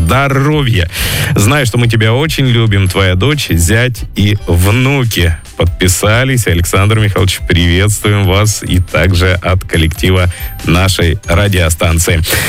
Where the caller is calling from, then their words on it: Mostovskoy, Krasnodar Krai, Russia; из Мостовского.